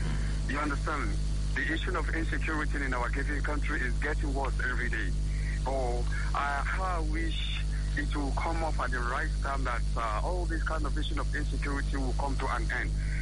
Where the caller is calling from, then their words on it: Niger State, Nigeria; I am calling from Niger State.